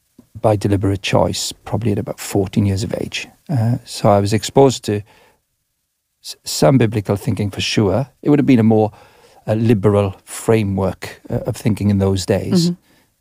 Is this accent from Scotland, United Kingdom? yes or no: no; Wales, United Kingdom; I was born in 62. I'm 64 years of age. So I grew up in Southwest Wales, industrial Southwest Wales, in a Welsh-speaking community.